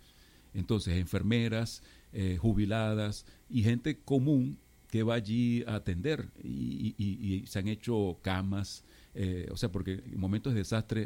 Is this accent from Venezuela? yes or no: yes; Venezuela; moved away as an adult; Yo soy venezolano, hace 10 años salimos de allá, porque trabajamos aquí en la iglesia adventista como pastores